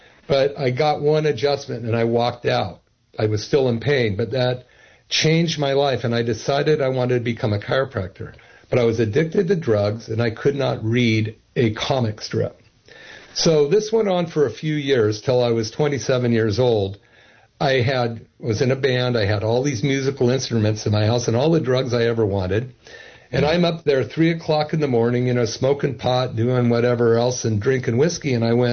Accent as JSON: {"language": "English", "town": "Berkeley", "region": "California", "country": "United States", "tie": "born or raised there", "said": "So they gave me drugs, and I grew up in Berkeley in the 60s, and I listened to this group called … a song"}